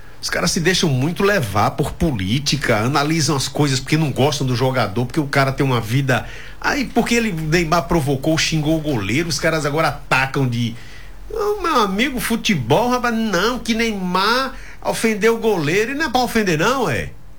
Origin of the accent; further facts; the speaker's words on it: Brazil; nós somos brasileiros